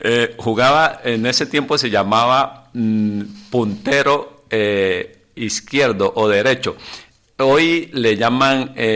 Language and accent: Spanish; Colombia; moved away as an adult; now in Canary Islands, Spain; yo pensaba ya quedarme allá en Colombia